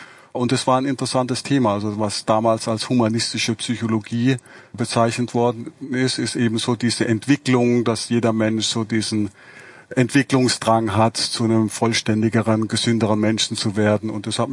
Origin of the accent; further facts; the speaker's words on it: Heidelberg, Baden-Württemberg, Germany; Nee, ich bin ja im Raum Heidelberg aufgewachsen und habe in Karlsruhe Elektrotechnik studiert